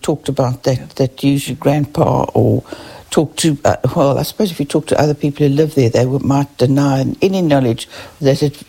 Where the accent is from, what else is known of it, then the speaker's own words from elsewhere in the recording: Cape Town, Western Cape, South Africa; moved away; I grew up in South Africa